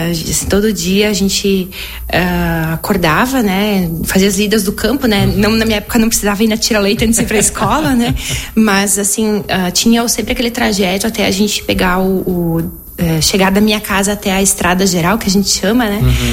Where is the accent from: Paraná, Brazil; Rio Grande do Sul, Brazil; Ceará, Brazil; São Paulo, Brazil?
Rio Grande do Sul, Brazil; Severiano de Almeida; now in Marau, Brazil; Então eu sou natural de Severiano de Almeida, nasci e cresci no interior, né, de uma comunidade chamada Linha Tigre, meus pais pequenos agricultores.